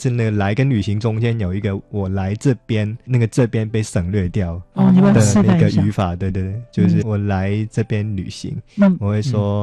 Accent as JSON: {"language": "Chinese", "country": "Hong Kong", "also_born_or_lived": "Taiwan", "first_language": "Cantonese", "second_language": "Chinese", "moved": "as an adult", "said": "但其实对一个粤语为母语的人来说，"}